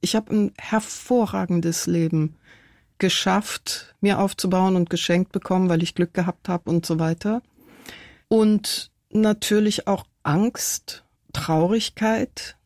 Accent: Tehran, Tehran Province, Iran; moved away; Von meinen späteren Wohnsitzen in vielen verschiedenen Ländern konnte ich als kleines Mädchen in Teheran nur träumen. Eine Begegnung mit einer Tramperin hat mich ins deutsche Radio und später zum Fernsehen gebracht.

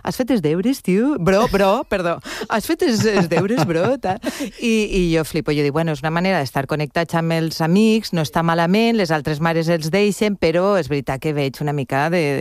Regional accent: Alicante, Valencian Community, Spain; moved away; jo vinc de la Serra de Mariola

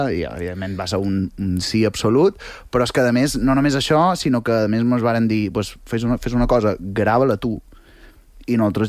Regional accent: Santa Maria del Camí, Balearic Islands, Spain; born there; estaré en el meu poble, Santa Maria del Camí

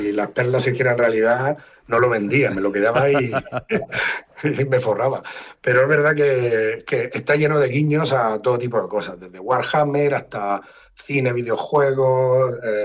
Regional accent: Cartagena, Region of Murcia, Spain; born there; yo soy de Cartagena, y yo estudiaba en Maristas, colegio religioso y tal

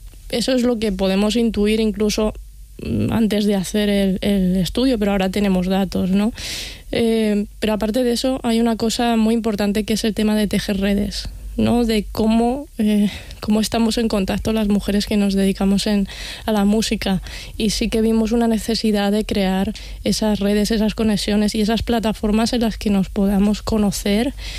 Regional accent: Castilla-La Mancha, Spain; yo soy de Castilla-La Mancha y no había ningún estudio concretamente de la comunidad autónoma

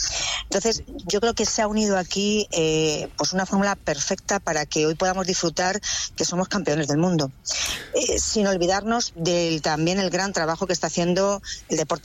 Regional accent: Spain; yo sinceramente me siento orgullosa de todo como ha transcurrido, no solamente como española

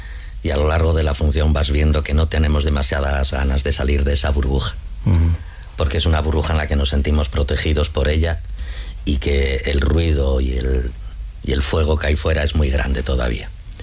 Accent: Asturias, Spain; Avilés, que está cerca, que yo soy asturiano

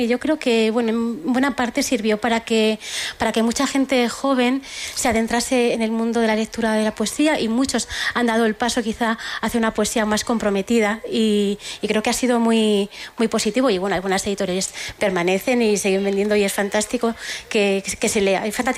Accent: Soria, Castile and León, Spain; now in Madrid, Spain; te voy a confesar que venimos de Madrid, pero jugamos en casa porque somos sorianas, y la verdad es que estar en Soria siempre es estar en casa.

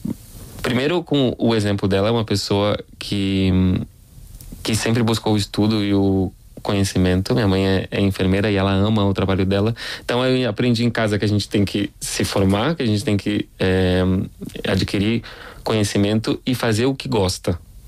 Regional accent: Rio Grande do Sul, Brazil; eu sou do Rio Grande do Sul, né?

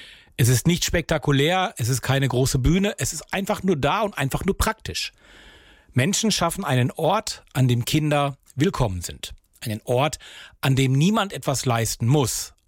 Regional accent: Recklinghausen, North Rhine-Westphalia, Germany; Heute blicken wir mal wieder in meine Heimatstadt, genauer gesagt in den Stadtgarten meiner Heimatstadt, nämlich den Stadtgarten von Recklinghausen.

